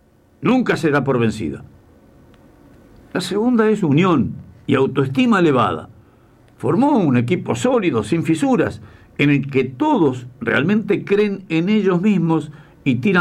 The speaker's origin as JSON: {"language": "Spanish", "country": "Uruguay", "said": "Somos un país pequeño, ubicado entre dos gigantes como son Argentina y Brasil"}